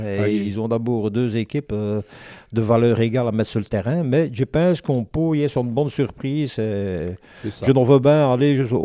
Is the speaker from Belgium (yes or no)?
yes; Belgium; Mon papa qui est flamand, mon mère qui est wallonne, je suis belge à 2-5%.